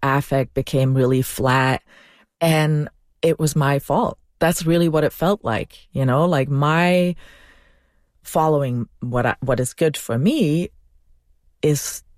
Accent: Belgium; moved away as an adult; now in United States; I'm from Belgium. I'd moved to the U.S. for David

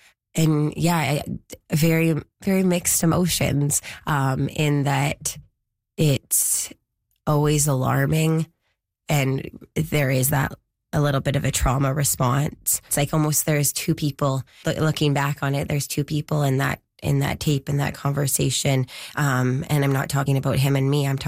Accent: Vancouver, British Columbia, Canada; I'm from Vancouver area, lower mainland.

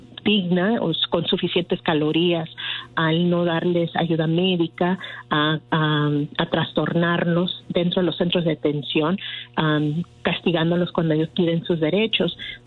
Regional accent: Mexico; Y nosotros como mexicanos, salvadoreños, hondureños

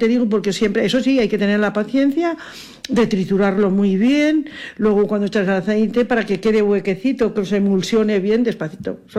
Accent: Spain; los españoles somos especiales

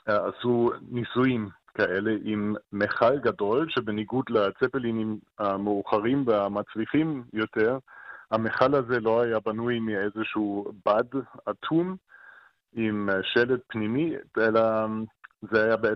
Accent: Berlin, Germany; now in Israel; עיר הולדתי

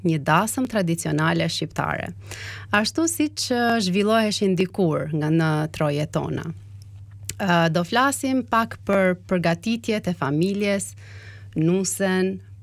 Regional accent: Has, Kukës County, Albania; Unë jam nga Veriu i Shqipëris, nga Hasi.

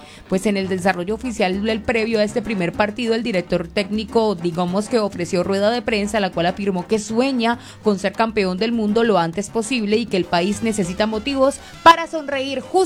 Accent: Colombia; Para unirnos como colombianos porque estamos netamente divididos.

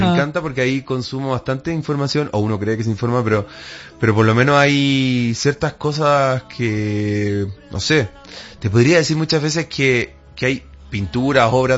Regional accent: Santiago, Santiago Metropolitan Region, Chile; Entonces yo siempre tendría que decir, o lo más probable es que diga, vengo de Santiago de Chile.

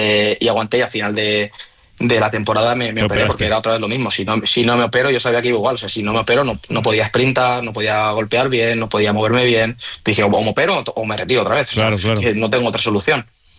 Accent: Valencia, Valencian Community, Spain; Bueno, soy de mucha gente te piensa que soy de Cullera, pero soy de Valencia.

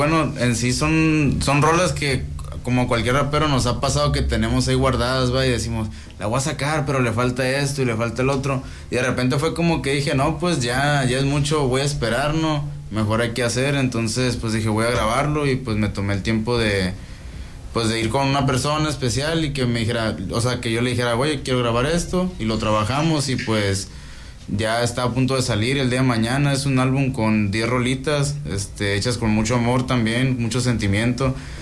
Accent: San Luis Río Colorado, Sonora, Mexico; moved away as an adult; also born or lived in Sinaloa; now in Bahía, Mexico; Yo vengo del estado de Sonora, de San Luis Río Colorado, Sonora. Originalmente nací en Sinaloa, en Esculapa, Sinaloa, pero yo me siento de Sonora porque pues allá crecí, allá fue mi educación básicamente, ¿no? Entonces, pues vengo de allá, me vine a vivir aquí a Bahía hace 4 años ya, cuando tenía 19 años, y ahorita tengo 23

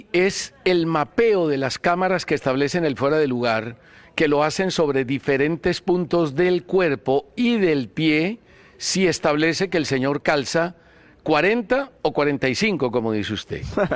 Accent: Colombia; a uno como colombiano

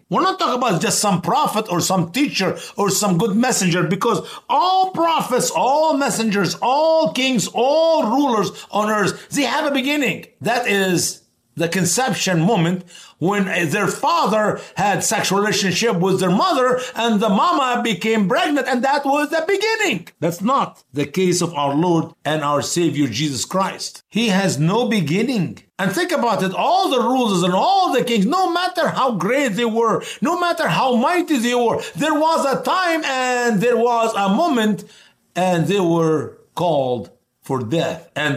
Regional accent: Venice, Florida, United States; And I say, "I am from Venice, Florida." And if they're not familiar with it, I say, "It is an hour south of Tampa.

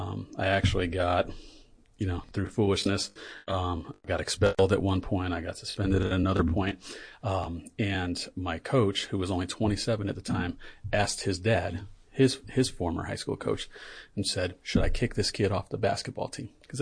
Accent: New York, United States; I never had a dad growing up in New York.

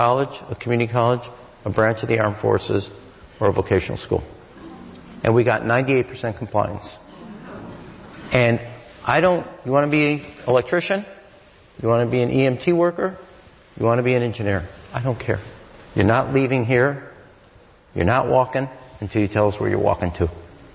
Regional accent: United States; born there; I think being born an American is winning the lottery ticket of life.

